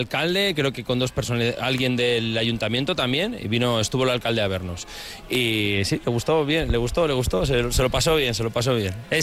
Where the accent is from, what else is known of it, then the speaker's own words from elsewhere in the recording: Valladolid, Castile and León, Spain; para un vallisoletano, por lo menos para mí, que soy vallisoletano de raza, como quien dice